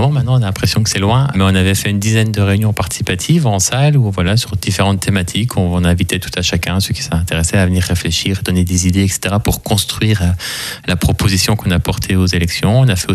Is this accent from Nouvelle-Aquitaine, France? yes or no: no; La Bresse, Grand Est, France; je suis Bresseau, j'ai toujours habité à La Bresse, j'ai grandi à La Bresse, j'ai été à l'école et j'ai été dans beaucoup de clubs sportifs à La Bresse.